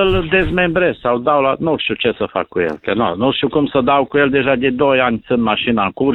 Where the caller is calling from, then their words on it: Baia Mare, Maramureș County, Romania; și sunt din Baia Mare.